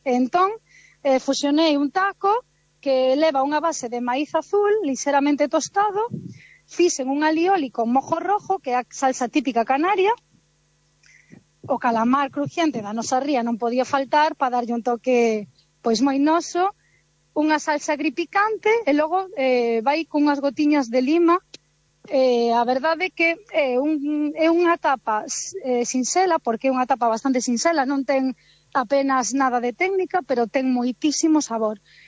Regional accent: Galicia, Spain; ao final somos galegos e comemos como galegos.

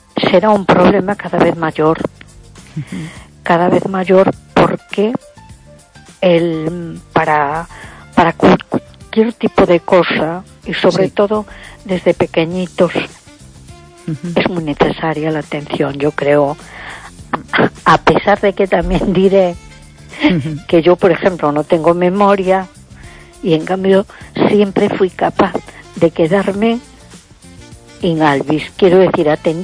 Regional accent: A Coruña, Galicia, Spain

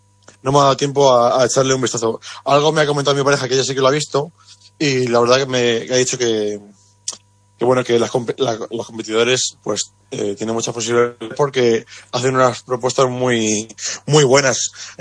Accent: Chinchón, Community of Madrid, Spain; now in A Coruña, Spain; Porque ni mi pareja ni yo somos de aquí. Ella es de Cáceres, yo soy de Chinchón, de Madrid. Y bueno, llegamos aquí a Coruña.

